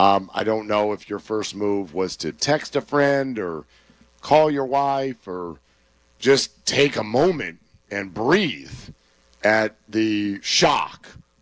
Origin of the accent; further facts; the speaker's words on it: California, United States; My son, my oldest son, we're Niner fans. We grew up and live in the Bay here.